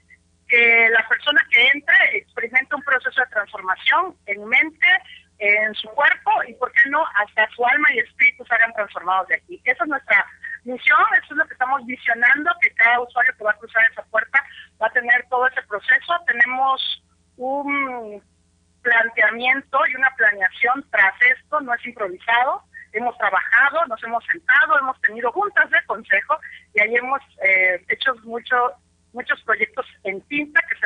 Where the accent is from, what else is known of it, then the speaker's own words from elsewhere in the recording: Tuxtla Gutiérrez, Chiapas, Mexico; Como bien lo dice nuestra amiga Vicky, vengo de Tuxtla Gutiérrez.